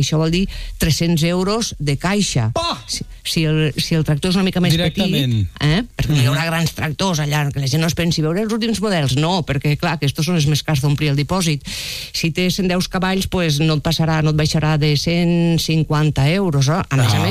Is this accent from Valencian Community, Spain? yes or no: no; Catalonia, Spain; Una cosa és quan l'olor de Lleida, una altra cosa és l'olor de casa meva d'on soc, no? Del Pirineu.